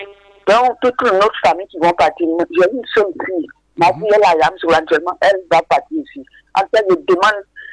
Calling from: San-Pédro, Bas-Sassandra, Côte d’Ivoire; je suis à Saint-Pedro, je vous appelle aujourd'hui là.

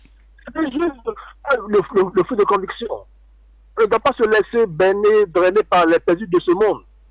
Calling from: Abidjan, Côte d’Ivoire; J'appelle de Yopougon.

